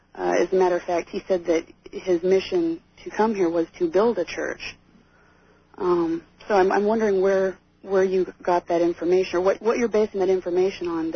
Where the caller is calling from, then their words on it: Minneapolis, Minnesota, United States; I'm calling from the Minneapolis-St. Paul area.